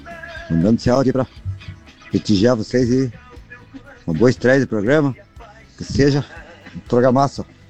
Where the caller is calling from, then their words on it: Água Santa, Brazil; na Horta do Peru, sou aqui da Água Santa.